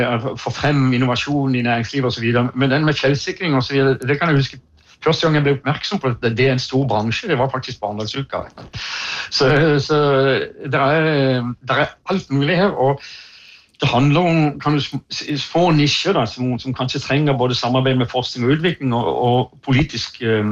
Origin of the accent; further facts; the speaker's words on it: Kristiansand, Agder, Norway; Jeg kommer jo fra Kristiansand